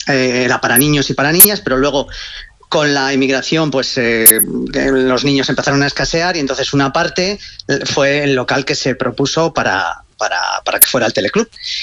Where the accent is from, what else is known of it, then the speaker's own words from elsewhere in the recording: Spain; los pueblos de España se quedan solamente con personas mayores, con gente muy mayor. Por lo menos en mi pueblo ocurrió eso.